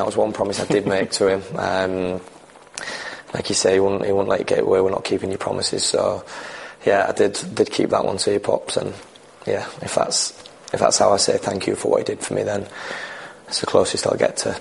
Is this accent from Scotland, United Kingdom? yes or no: no; Hull, Yorkshire and the Humber, United Kingdom; my family are from Hull. I was brought up in Hull, and I'll never leave Hull.